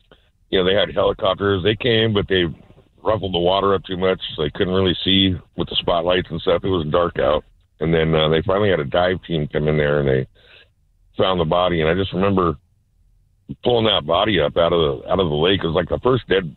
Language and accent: English; Federal Way, Washington, United States; I grew up primarily in Federal Way, exactly one half a block from Ski Lake